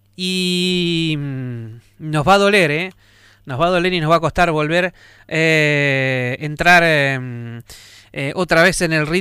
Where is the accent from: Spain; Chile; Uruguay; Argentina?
Argentina